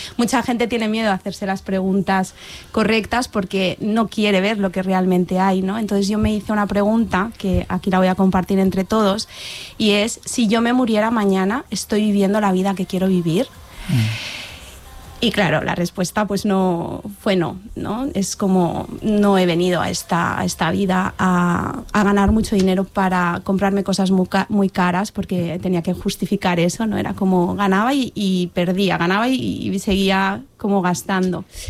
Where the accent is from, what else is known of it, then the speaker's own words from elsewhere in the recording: Barcelona, Catalonia, Spain; Sí, sóc de Barcelona.